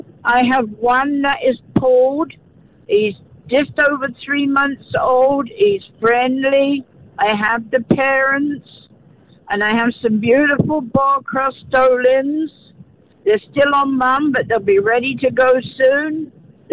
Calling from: Vita, Manitoba, Canada; From Vita, Manitoba.

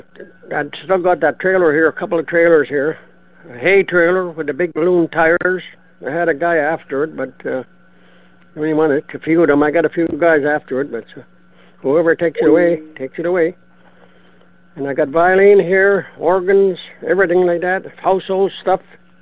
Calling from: Manitoba, Canada; I'm calling from a cloudy Interlake.

